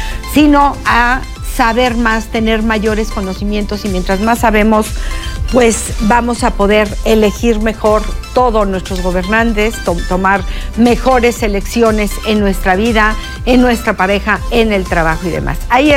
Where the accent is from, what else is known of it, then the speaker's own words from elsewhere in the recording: Mexico; nosotros sabemos que como pueblo, como mexicanos, si queremos salir adelante, necesitamos tener un pueblo lo más educado posible.